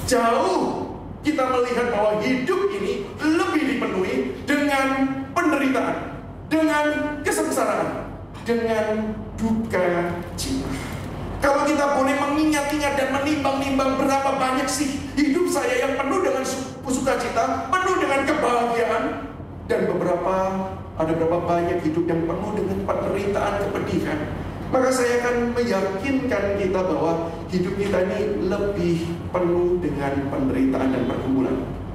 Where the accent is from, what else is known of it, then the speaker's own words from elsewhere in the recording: Surabaya, East Java, Indonesia; Saya berasal dari Surabaya dan saat ini saya melayani sebagai dosen dan kepala pusat kerohanian di Universitas Kristen Petra Surabaya.